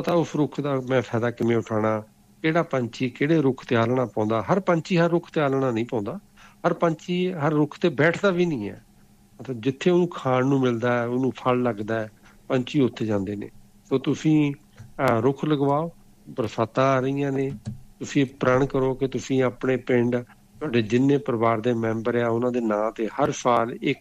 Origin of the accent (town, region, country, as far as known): Punjab, India; born or raised there